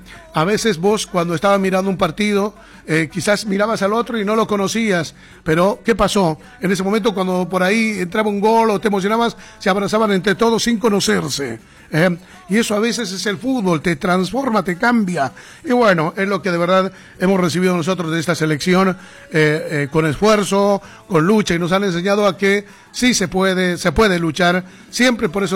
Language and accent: Spanish; Bolivia; now in Argentina; Sabemos que nosotros venimos de otra nacionalidad, sí, somos bolivianos, amamos nuestro país, el triple, cuatriple, todo lo que tú quieras decir, pero cuando tú ya partiste a otro país también, tienes otro hogar también